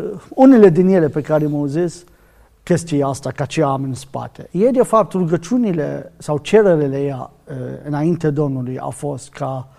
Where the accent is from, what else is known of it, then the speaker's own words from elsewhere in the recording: Iraq; first language Arabic; Romanian is a second language; moved away; eu sunt din Irak